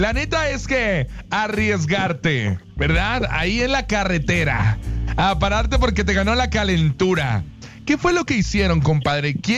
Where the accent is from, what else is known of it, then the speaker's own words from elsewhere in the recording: Cuernavaca, Morelos, Mexico; Yo soy de Cuernavaca, compadre.